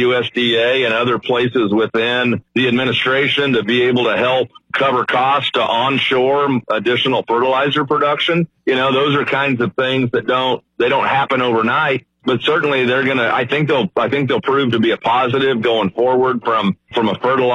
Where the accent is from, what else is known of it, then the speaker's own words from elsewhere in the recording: Missouri, United States; I'm from Northwest Missouri